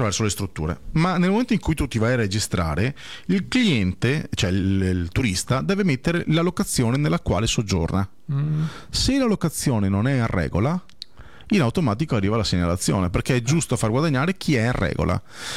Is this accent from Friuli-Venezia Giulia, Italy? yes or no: no; Veneto, Italy; io da buon veneto